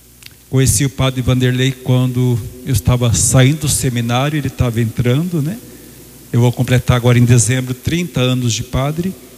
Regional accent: São José do Rio Preto, São Paulo, Brazil; Nós 3 somos de Rio Preto

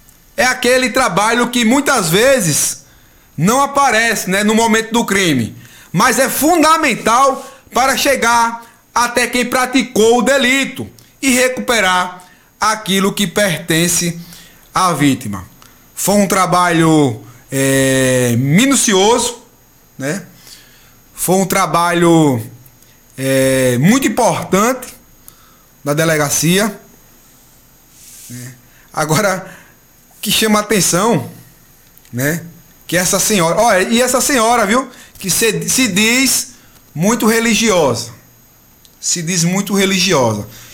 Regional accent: Brazil; esse povo aí da Vila Matias, um bairro onde eu nasci, me criei. Moro lá até hoje. Então eu tenho orgulho de morar nesse bairro muito querido mesmo

